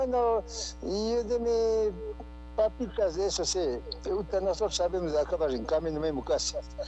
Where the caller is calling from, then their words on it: Cotopaxi, Ecuador; Ahí estuve por acá, por mi tierra, Chiñaló Alto.